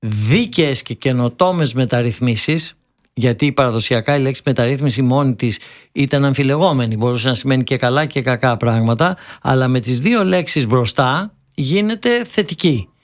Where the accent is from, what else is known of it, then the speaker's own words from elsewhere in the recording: Greece; μάλλον σαν Έλληνας